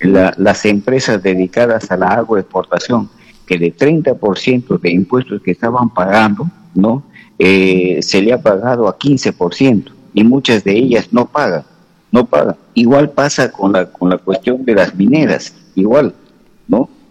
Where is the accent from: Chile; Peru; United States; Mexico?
Peru; lo que más nos conviene como peruanos